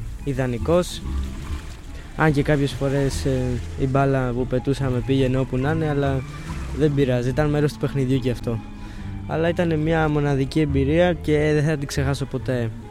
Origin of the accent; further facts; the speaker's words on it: Greece; εμείς ως Έλληνες